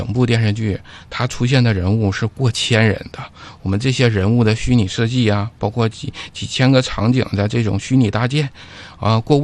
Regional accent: Jilin, China; 其实我们作为东北人呐、啊，尤其是吉林人，

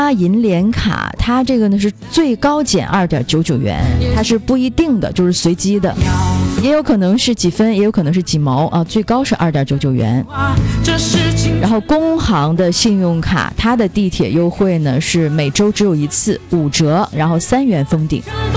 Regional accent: Northeast China, China; 你瞅啥就是咱们东北人非常有标签的那三个字，你瞅啥

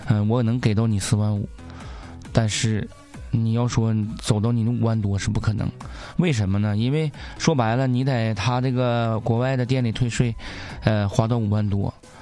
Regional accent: Northeast China, China; accent: Northeastern; 咱们东北话

